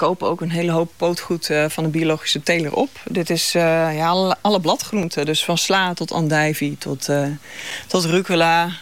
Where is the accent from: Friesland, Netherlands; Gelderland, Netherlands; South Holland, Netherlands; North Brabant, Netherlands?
Friesland, Netherlands; Leeuwarden; also born or lived in Huizum; Leeuwarden. Leeuwarden. Geboren echt toch in Huzum.